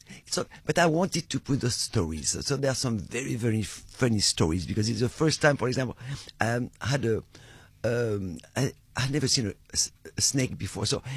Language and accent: English; France; moved away; I am French, yes. You can hear my accent.